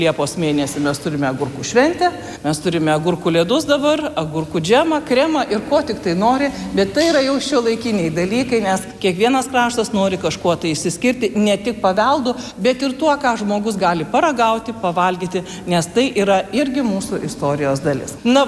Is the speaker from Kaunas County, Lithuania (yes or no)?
yes; Kėdainiai, Kaunas County, Lithuania; Ich bin Kėdainer, aš esu kėdainietis.